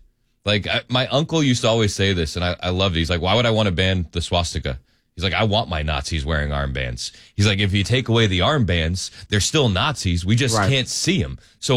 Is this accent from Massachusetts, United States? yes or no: yes; Massachusetts, United States; I grew up outside of Boston.